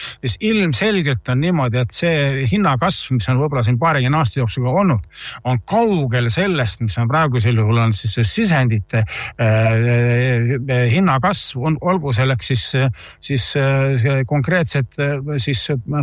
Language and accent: Estonian; Võru County, Estonia; mina olen Naviküla inimene Võrumaalt. Ja Naviküla ja meie kant on väga suur selline köögivilja kasvatamise kant.